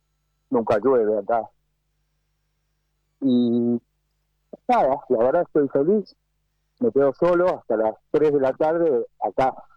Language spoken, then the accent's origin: Spanish; Buenos Aires, Argentina; tengo 72 años, nací, viví y voy a terminar mis días en la capital federal, por supuesto en Cava.